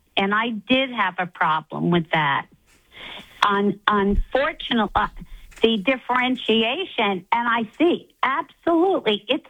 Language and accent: English; New York, United States; I grew up in New York, in New York State.